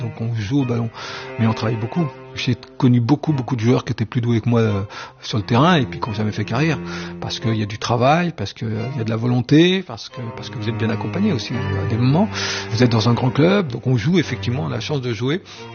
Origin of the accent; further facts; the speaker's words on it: Auvergne-Rhône-Alpes, France; c'est mon petit village où je suis né en Haute-Savoie.